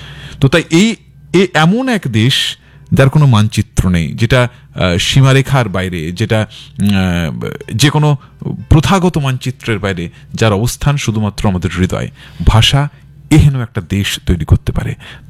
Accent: India; আমরা যারা ভারতবর্ষের বাসিন্দা, আমরা যারা ভারতীয়, আমরা এই ভাষায় কথা বলছি, বাংলা ভাষায় কথা বলছি এখানে

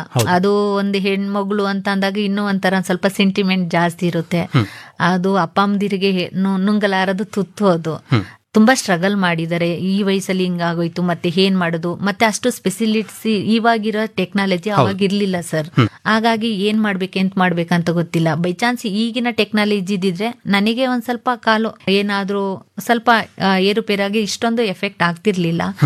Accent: Kanchugara Koppalu, Mysore district, Karnataka, India; ನಮ್ದು ಊರು ಕಂಚುಗಾರ ಕೊಪ್ಪಲು, ಕೆಆರ್ ನಗರ ತಾಲೂಕು, ಮೈಸೂರು ಡಿಸ್ಟ್ರಿಕ್ಟ್.

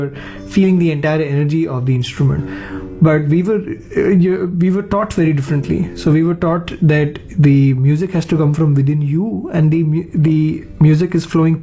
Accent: Delhi, India; moved away as an adult; now in New York, United States; I am a South Indian boy, born and brought up in Delhi. I have been in Delhi, lived all my life in Delhi until the last 2 years, and now I've shifted to New York.

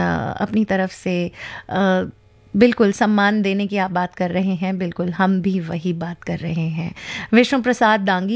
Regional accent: Amravati, Maharashtra, India; अमरावती से हूँ और जुड़ी रहती हूँ एफएम रेनबो से, और टीवी कम देखती हूँ लेकिन रेडियो बचपन से सुनती हूँ।

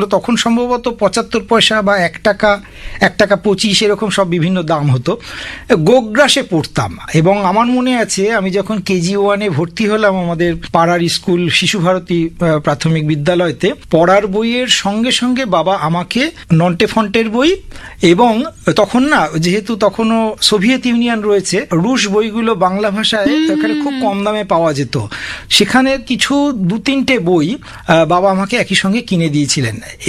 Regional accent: Konnagar, West Bengal, India; আমার জন্ম হচ্ছে কোন্নগরের নবগ্রাম।

